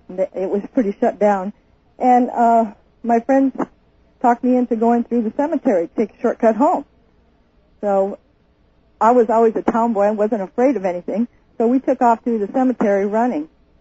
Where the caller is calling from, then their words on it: Houston, Alaska, United States; Houston, Alaska.